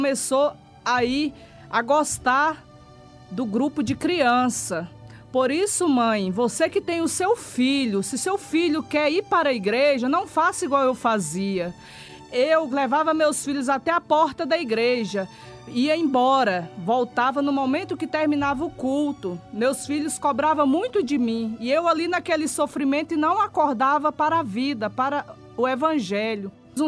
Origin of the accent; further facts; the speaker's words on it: Mogi Guaçu, São Paulo, Brazil; sou da cidade de Mogi Guaçu, São Paulo.